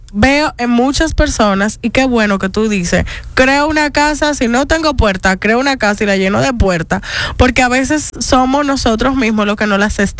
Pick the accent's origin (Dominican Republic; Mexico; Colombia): Dominican Republic; El segundo año era, yo soy dominicana, ven para acá.